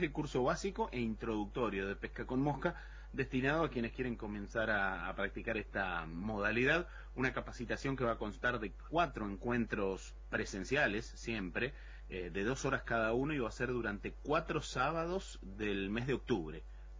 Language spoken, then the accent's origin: Spanish; Entre Ríos, Argentina; No, muy poco. No, y eso que vengo de Entre Ríos.